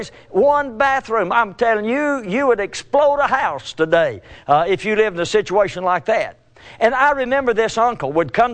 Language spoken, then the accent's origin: English; Chattanooga, Tennessee, United States; I was, of course, growing up in Chattanooga, Tennessee